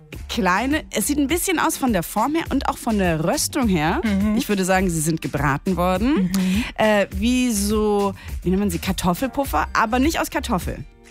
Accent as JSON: {"language": "German", "region": "Bremen", "country": "Germany", "tie": "born or raised there", "said": "Ich bin voll das Wessi-Kind. Ich bin in Bremen aufgewachsen"}